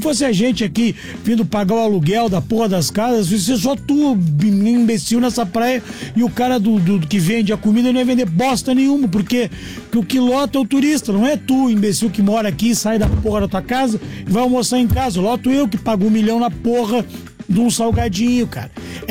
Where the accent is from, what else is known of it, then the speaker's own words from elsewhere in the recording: Rio Grande, Rio Grande do Sul, Brazil; E os pelotenses que vão se catar comigo. Sou de Rio Grande.